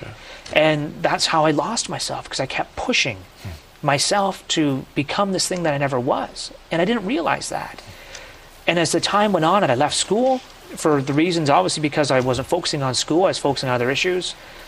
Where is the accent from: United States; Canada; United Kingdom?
Canada; As a Canadian, we played road hockey nonstop.